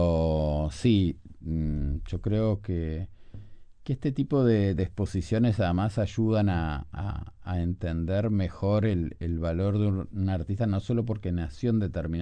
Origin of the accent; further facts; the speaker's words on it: Uruguay; Hay una diferencia entre los cuadros mallorquines y los cuadros de nuestro país.